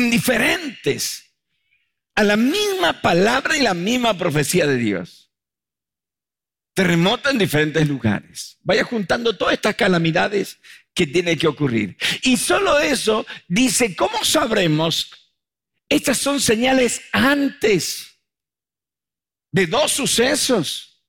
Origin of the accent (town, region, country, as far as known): Argentina